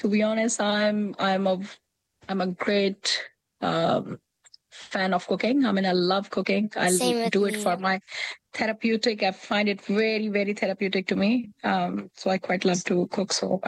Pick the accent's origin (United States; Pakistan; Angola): Pakistan; Lahore, Punjab; moved away as an adult; now in New Zealand; You know, I come from Lahore, Pakistan. It's very crowded, very busy area.